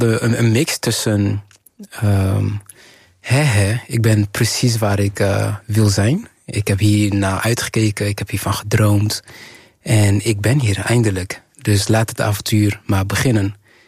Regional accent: Rwanda; Dutch is a second language; now in Netherlands; Mijn nationaliteit verandert en ik ben Nederlander op papier. Maar mijn naam, mijn Rwandese naam, mijn geboorteplaats, mijn paspoort zegt precies waar ik vandaan kom.

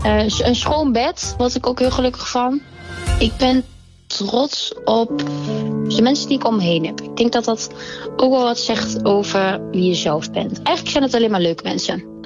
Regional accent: Hertme, Overijssel, Netherlands; also born or lived in Borne; Ik ben 25 jaar oud. Ik kom uit Herpmen, een klein dorpje in Overijssel, die vaak niemand kent. Nou, ik woonde eerst in Borne, dat is een klein dorpje naast.

